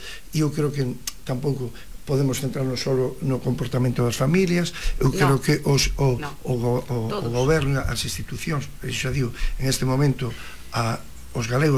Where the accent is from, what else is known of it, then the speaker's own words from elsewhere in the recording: Galicia, Spain; como galegos temos que sentirnos orgullosos